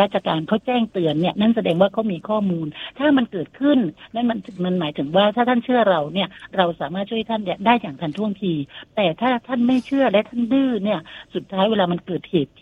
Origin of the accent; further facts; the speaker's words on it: Songkhla, Thailand; now in Phetchaburi, Thailand; พี่…เป็นคนคนใต้เนาะย้ายมาจากสงขลานี่แหละ